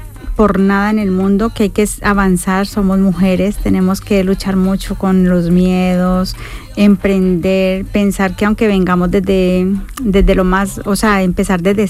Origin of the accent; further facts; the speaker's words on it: La Unión, Valle del Cauca, Colombia; moved away as an adult; now in Córdoba, Spain; Sí, soy de La Unión, solamente que La Unión es un pueblo del Valle del Cauca.